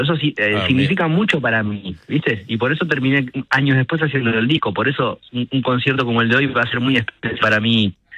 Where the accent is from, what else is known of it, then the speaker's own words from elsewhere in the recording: Argentina; lo primero que sucede es que somos argentinos, nos sabemos argentinos y nos sentimos como nos sentimos por ser argentinos.